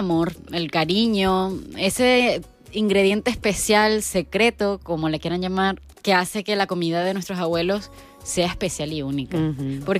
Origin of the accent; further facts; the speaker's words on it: Venezuela; moved away; Estuvo conmigo desde que yo nací hasta que yo me fui de Venezuela.